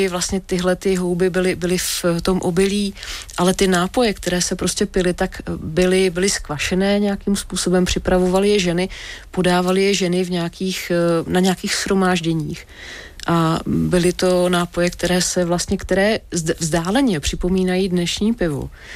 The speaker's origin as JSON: {"language": "Czech", "town": "Nymburk", "region": "Central Bohemian Region", "country": "Czechia", "tie": "born there", "said": "narodila jsem se v Nymburce"}